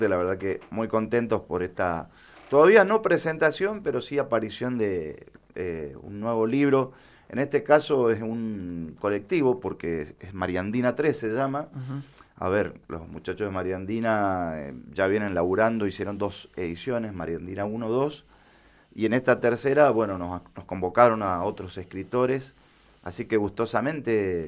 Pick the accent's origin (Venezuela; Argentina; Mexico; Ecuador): Argentina; San José, Mendoza; born there; now in Bermejo, Argentina; Sí, Bermejino por adopción, porque nací en San José, pero bueno, es un barrio grande.